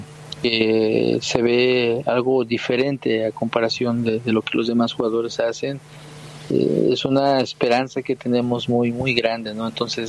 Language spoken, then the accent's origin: Spanish; Mexico; Pues mira, obviamente, pues como mexicano quiero que siempre le vaya bien a México, ¿verdad?